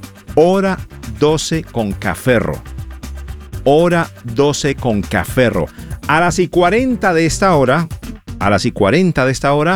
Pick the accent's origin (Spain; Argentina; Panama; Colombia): Colombia; Cali, Valle del Cauca; now in United States; yo me crié por allá en el Limonar, en Prado del Norte, pero bueno, caleños y salseros.